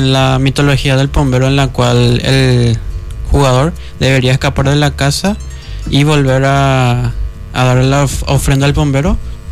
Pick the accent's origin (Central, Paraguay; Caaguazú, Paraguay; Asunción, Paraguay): Central, Paraguay; Luque; De acá de Luque.